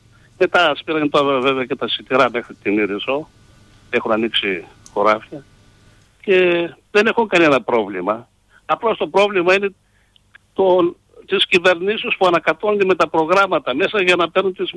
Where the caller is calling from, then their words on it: Mount Athos, Greece; είμαστε εδώ από Άγιον Όρος Μοναχή στο νοσοκομείο